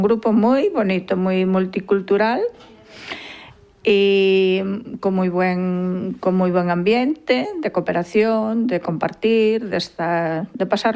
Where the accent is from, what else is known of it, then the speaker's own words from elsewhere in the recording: Monforte de Lemos, Galicia, Spain; moved away as an adult; now in Zurich, Switzerland; Pues vengo de Galicia, de Monforte de Lemos.